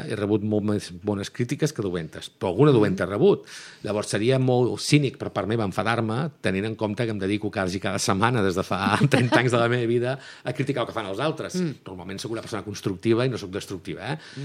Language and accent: Catalan; Girona, Catalonia, Spain; una època que vaig viure de petit, en la ciutat meva, jo soc de Girona